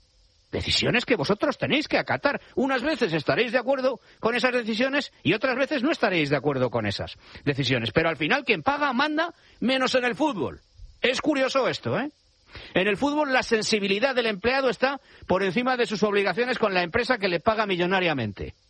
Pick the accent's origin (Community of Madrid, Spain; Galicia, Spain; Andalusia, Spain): Community of Madrid, Spain; Madrid; born there; Y yo soy madridista porque nací en Madrid, que es la capital de España.